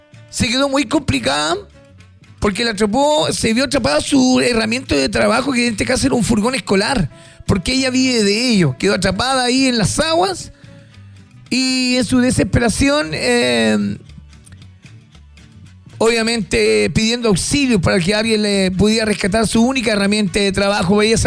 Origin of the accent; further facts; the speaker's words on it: Chile; solidarios como somos los chilenos, apoyando al que lo está sufriendo.